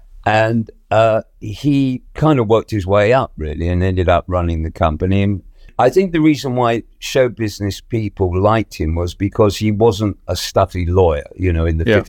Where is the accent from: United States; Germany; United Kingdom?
United Kingdom; Peterborough, East of England; born there; I was born in Peterborough because my mother was living in Warren Street at the time